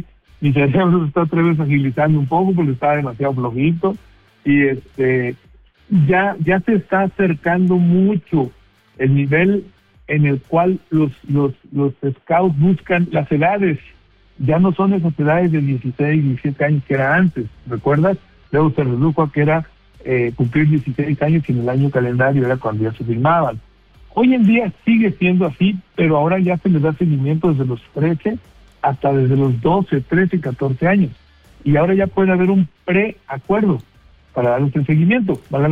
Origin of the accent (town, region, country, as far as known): Mexico